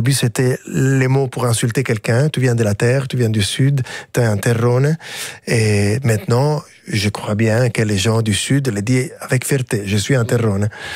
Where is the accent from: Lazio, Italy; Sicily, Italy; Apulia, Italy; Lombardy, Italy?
Lazio, Italy; Rome; Non, la vérité, non. Rome, c'est un cas particulier en Italie parce que ça a été toujours une ville internationale.